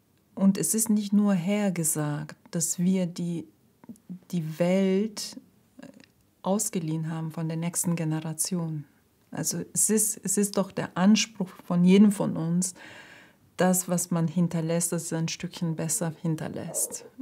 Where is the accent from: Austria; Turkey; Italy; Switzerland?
Turkey; German is a second language; moved away as an adult; now in Germany; Abitur in die Türkei gemacht und dann mit 18 habe ich mich entschieden, nach Deutschland zu kommen. Ich habe erst mal Deutsch gelernt, 2 Jahre.